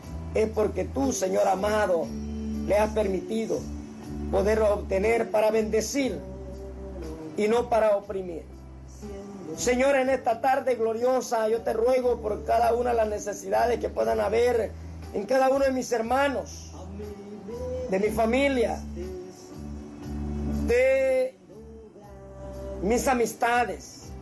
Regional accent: Amapala, Valle, Honduras; born there; now in Puerto Cortés, Honduras; ya que nosotros somos nacidos en Amapala, pero en realidad hemos vivido bastante tiempo ahí en Cortés.

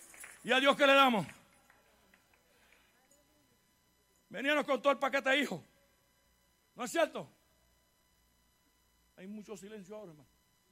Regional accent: Puerto Rico; Yo soy puertorriqueño, sopórteme.

